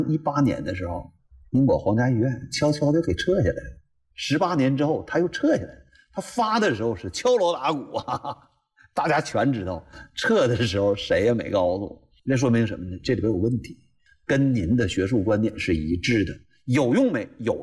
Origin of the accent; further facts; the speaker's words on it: China; 我们中国人